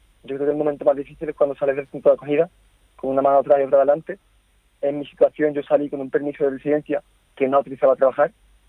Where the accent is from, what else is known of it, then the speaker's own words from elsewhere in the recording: Cádiz, Andalusia, Spain; yo primero soy de Cádiz. Yo me he criado en Cádiz, llevo toda la vida en Cádiz, he crecido allí, he mamado Cádiz, como bien se dice.